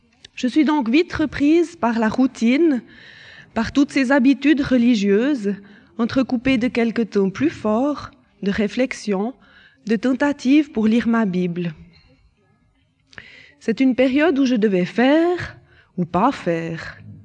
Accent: Lausanne, Vaud, Switzerland; born there

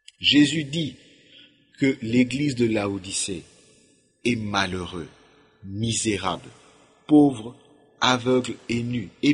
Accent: Kinshasa, DR Congo; je suis congolais

